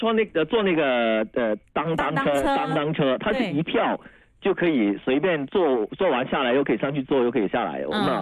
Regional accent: Jiangmen, Guangdong, China; 一说到端午节的话呢，我们江门这边最多的就是龙舟的一些赛事啊。

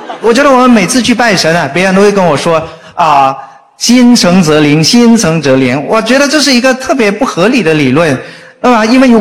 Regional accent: Guangxi, China; 因为我是个广西人。

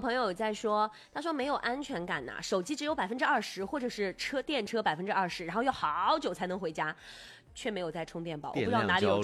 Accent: Inner Mongolia, China; 我是个北方人哎。

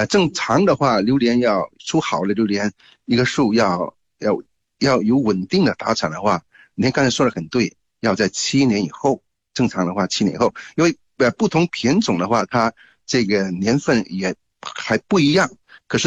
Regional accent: China

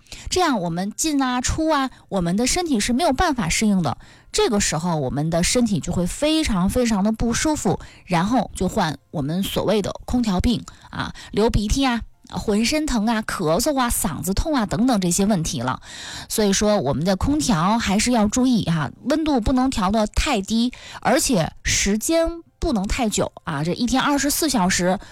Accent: Northeast China, China

